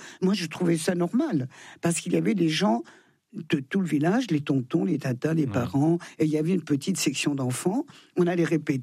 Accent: Thonon-les-Bains, Auvergne-Rhône-Alpes, France; born there; Je suis née à Thonon.

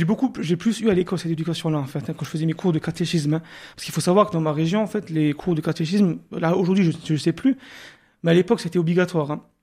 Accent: Sarreguemines, Grand Est, France; Je suis né là-bas, j'ai grandi là-bas. Moi, j'habite à Styrin maintenant, depuis 3 ans, mais je suis originaire de Sarreguemines, je connais toute la région de là-bas.

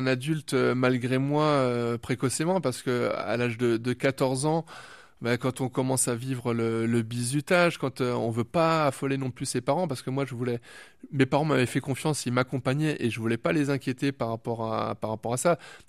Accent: Grand Est, France; now in Morbihan, France; moi je suis originaire des Ardennes. Ça fait seulement 3 ans et demi que je suis dans le Morbihan.

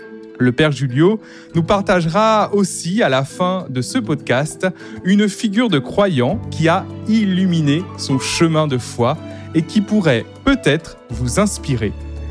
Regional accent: Réunion; Moi, ça me touche particulièrement parce que moi, je suis réunionnais

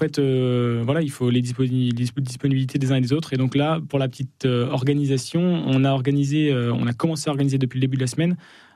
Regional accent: Chambéry, Auvergne-Rhône-Alpes, France; J'en suis, je viens de Chambéry.

